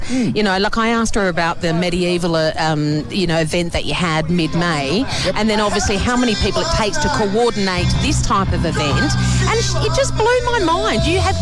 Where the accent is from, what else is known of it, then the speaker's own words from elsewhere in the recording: Western Australia, Australia; I'm West Australian, just ignore me.